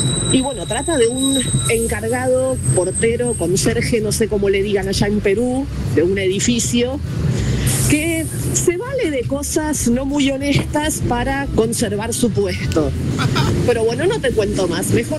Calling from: Buenos Aires, Argentina; de Buenos Aires, Argentina.

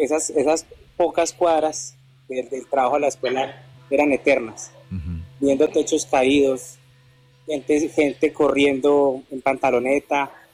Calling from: Sevilla, Valle del Cauca, Colombia; me comunico desde Sevilla, Valle del Cauca.

